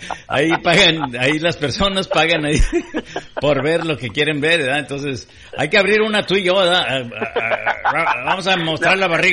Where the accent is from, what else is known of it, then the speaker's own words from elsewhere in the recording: Guadalajara, Jalisco, Mexico; moved away as an adult; now in United States; allá de donde yo soy, Guadalajara